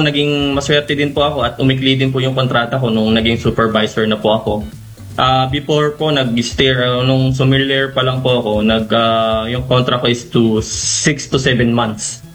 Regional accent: Central Luzon, Philippines; Dito po, sa Tigabulacan po ako.

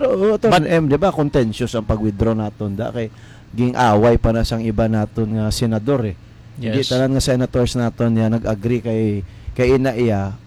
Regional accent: Western Visayas, Philippines; So paano mo nalaman na Ilonggo kami, sir?

